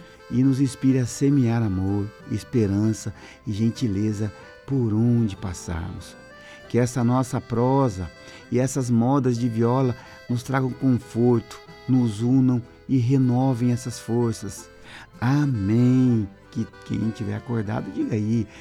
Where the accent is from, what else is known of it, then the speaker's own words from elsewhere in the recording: Londrina, Paraná, Brazil; Só os primeiros que vivem todos em Londrina, pois fomos criados lá em Londrina, desde que cedo da lida, do café que temos